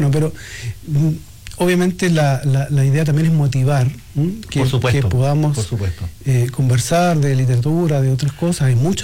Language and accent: Spanish; La Serena, Coquimbo, Chile; born there; moved away; also born or lived in Valparaíso; Yo nací en La Serena, sí.